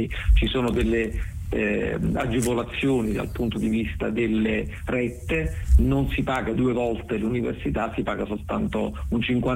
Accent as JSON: {"language": "Italian", "town": "Naples", "region": "Campania", "country": "Italy", "accent": "Neapolitan", "said": "Io sono di origini napoletane, come probabilmente si potrà sentire dal mio accento"}